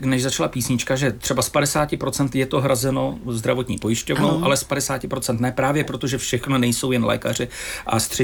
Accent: Stěžery, Hradec Králové Region, Czechia; born there; Já jsem se narodil ve Stižerách, to je u Hradce Králové

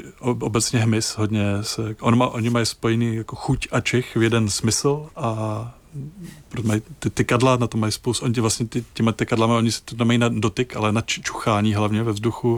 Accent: Prague, Czechia; kde bych ty světlušky mohl studovat, ideálně v Praze, odkud pocházím

